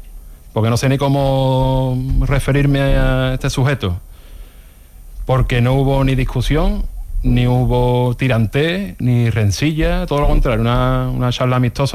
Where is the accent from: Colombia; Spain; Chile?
Spain; Seville, Andalusia; son de mi antiguo barrio, donde yo nací y me crié, del tiro de línea.